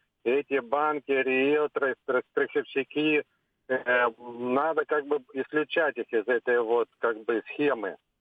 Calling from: Krasnodar, Krasnodar Krai, Russia; из Краснодара, постоянный слушатель.

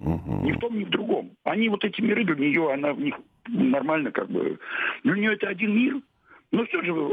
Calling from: Moscow, Russia; я из Москвы.

